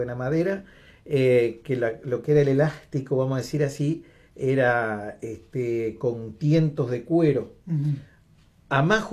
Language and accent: Spanish; Maciá, Entre Ríos, Argentina; Yo vivía en Maciá, soy oriundo de Maciá, departamento Tala. Al lado de mi casa había una canchita de fútbol.